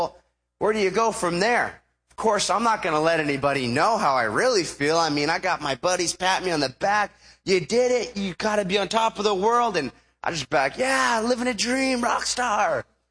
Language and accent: English; Huntington Beach, California, United States; And I think we stashed the other one in my dad's garage in my hometown. So I get stitched up by the dock in Coronado, San Diego, and I go, I'm going to go back and go drink that other keg of beer. So I make my way back to Huntington.